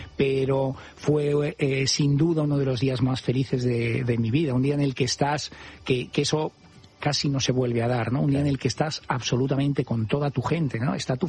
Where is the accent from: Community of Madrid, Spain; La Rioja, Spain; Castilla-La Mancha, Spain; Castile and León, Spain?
Castile and León, Spain; Cigales; pues nos casamos en Cigales, que era mi pueblo.